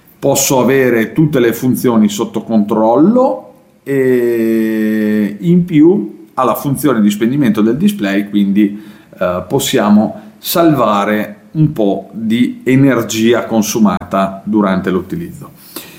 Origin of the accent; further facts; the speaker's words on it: Trentino-Alto Adige/South Tyrol, Italy; è un po' la mia esperienza maturata negli ultimi anni, in quanto io sono dell'Alto Adige.